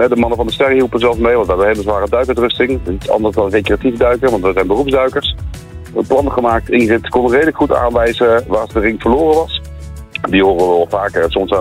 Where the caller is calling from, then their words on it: Netherlands; Wij als Nederlanders zijn daar wat nuchterder.